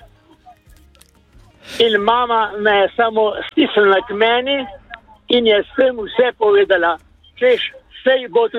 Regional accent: Coastal–Karst, Slovenia; V glavnem smo jedli polento, jaz sem doma z Koprskega.

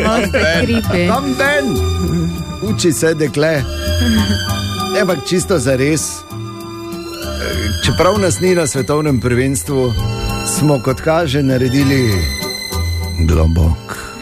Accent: Maribor, Drava, Slovenia; Ali sva iz Maribora tako kot on? Ja, torej ni razlike.

